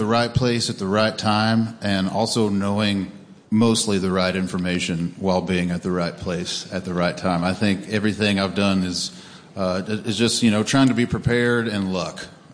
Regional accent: Kentucky, United States; born or raised there

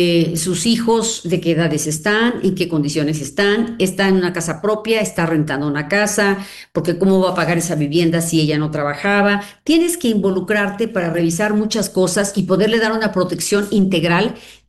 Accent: Hidalgo, Mexico; Mira, yo soy de Hidalgo. En Hidalgo solo hay un centro de justicia en Pachuca.

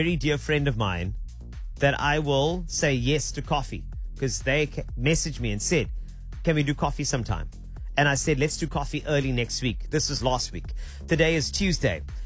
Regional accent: Cape Town, Western Cape, South Africa; I'm from Cape Town and that's not a big thing here.

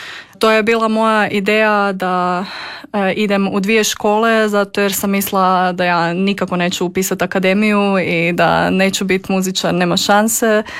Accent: Nedelišće, Međimurje County, Croatia; Ja sam originalno iz Međimurja, iz Nedelišća i dolazim iz potpuno neglazbene obitelji.

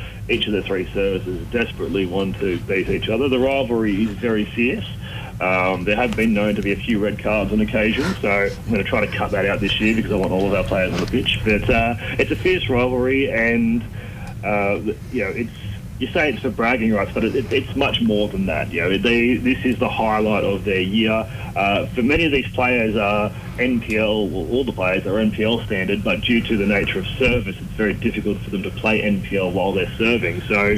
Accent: New South Wales, Australia; But I grew up on a farm called Integrity Farms.

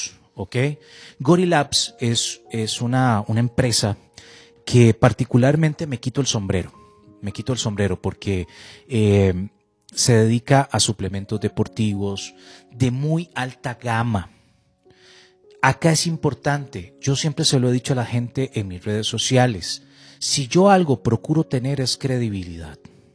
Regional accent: Costa Rica

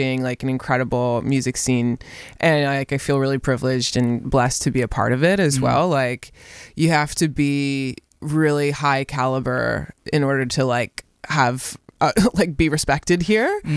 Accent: Australia; born there; also born or lived in Oregon, United States; I was born in Australia. Yeah, correct.

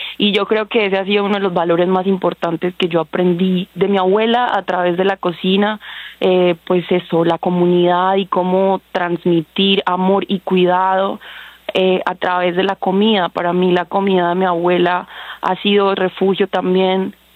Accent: Chocó, Colombia; Pues, o sea, para mí es importantísimo decir que soy del Chocó porque me abre la puerta para hablar del Chocó y yo amo hablar del Chocó.

